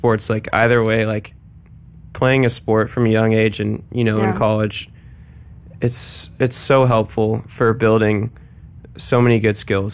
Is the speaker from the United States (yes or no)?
yes; Florida, United States; growing up in Florida